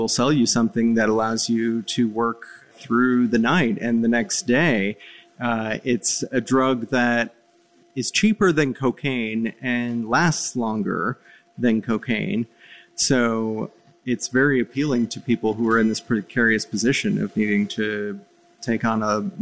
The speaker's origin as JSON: {"language": "English", "town": "Mason City", "region": "Iowa", "country": "United States", "tie": "born or raised there", "said": "my hometown has one of the largest rates of methamphetamine use in the state of Iowa"}